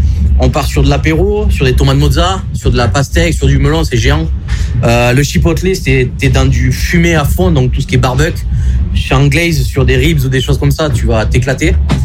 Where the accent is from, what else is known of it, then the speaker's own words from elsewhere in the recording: Mudaison, Occitanie, France; Moi, je suis à côté, je suis de Mudaison, donc les mecs de Moguio qui font beaucoup de trimmers et tout ça.